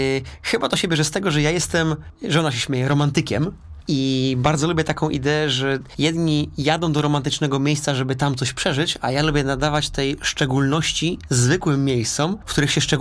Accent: southern Poland, Poland; To znaczy, ja jestem z południa Polski, ale jeżdżę przez całą Polskę

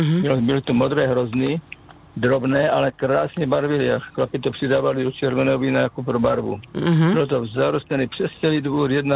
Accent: Žeravice, South Moravian Region, Czechia; moved away; also born or lived in Kyjov; První místo moje na světě se jmenuje Žeravice, obec Žeravice.

